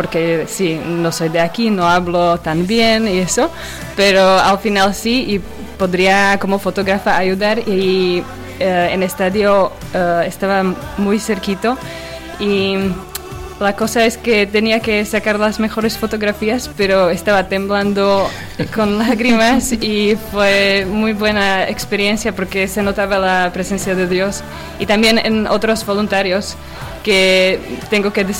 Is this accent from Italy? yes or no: no; Slovakia; now in Gran Canaria, Spain; yo soy eslovaca, pero vivo aquí en Gran Canaria.